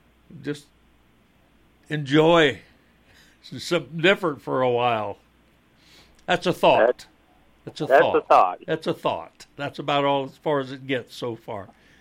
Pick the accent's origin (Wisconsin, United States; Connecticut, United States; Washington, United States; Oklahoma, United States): Oklahoma, United States; born there; now in Missouri, United States; I was born in Oklahoma, but I don't claim that anymore. I've lived in Missouri long enough now that it's my home, I guess. Been here plenty.